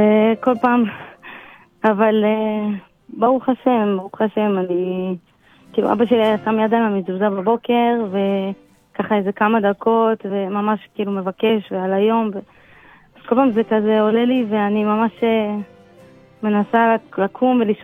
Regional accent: Jerusalem, Jerusalem District, Israel; מירושלים.

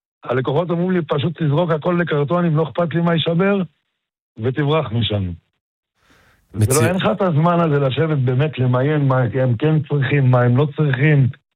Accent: Marjayoun, Nabatieh Governorate, Lebanon; now in Israel; אני גדלתי בצד השני, נולדתי שמה.

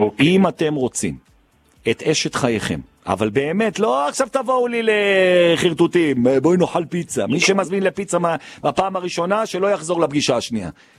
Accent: Jerusalem, Jerusalem District, Israel; כי אני ירושלמי מותר לי

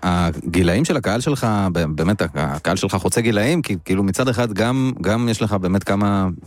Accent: Rishon LeZion, Central District, Israel; אני מראשון, כן.

